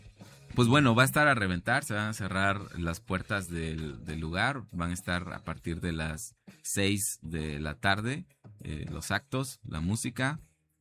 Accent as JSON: {"language": "Spanish", "region": "Oaxaca", "country": "Mexico"}